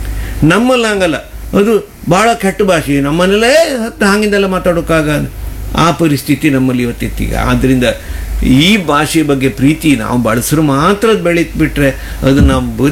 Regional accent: Kundapura, Karnataka, India; accent: Kundapura Kannada; ಖಂಡಿತ, ಕುಂದಾಪುರ ಕನ್ನಡ ಉಳಿಕ್ ಸಾಧ್ಯ

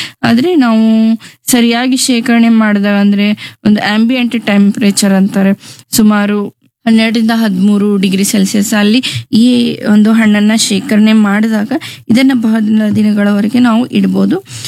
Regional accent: Gadag district, Karnataka, India; ನಮ್ಮ ಜಿಲ್ಲೆ ಗದಗ ಜಿಲ್ಲೆ

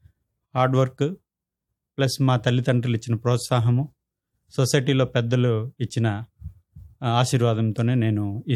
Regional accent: V. Kota, Andhra Pradesh, India; నేను పుట్టింది వికోట, వెంకటగిరి కోట, చిత్తూరు డిస్టిక్ట్.

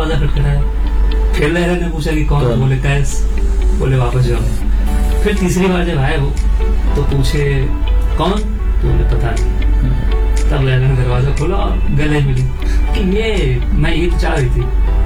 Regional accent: Lucknow, Uttar Pradesh, India; मैं जैसे मैं लखनऊ से हूँ, तो उर्दू थोड़ी अच्छी ग्रिप है उर्दू पे

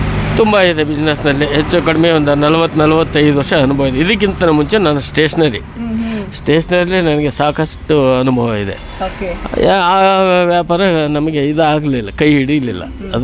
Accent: Mundargi, Dharwad district, Karnataka, India; moved away as an adult; now in Shivamogga, India; ನಮ್ಮದು ಹುಟ್ಟೂರು ಮುಂಡ್ರಿಗೆ.

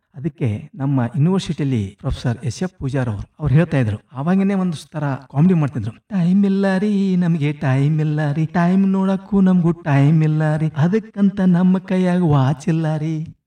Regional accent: Handigud, Karnataka, India; also born or lived in Borgal, Hukkeri taluk; ಬಾಲ್ಯ ಅಲ್ಲಿಯೂ ಆಗಿದೆ, ನಮ್ಮ ಊರು ಆದಂತ ಹಂದಿಗುಡದಲ್ಲಿ ಆಗಿದೆ, ಹುಕ್ಕೇರಿ ತಾಲೂಕು.

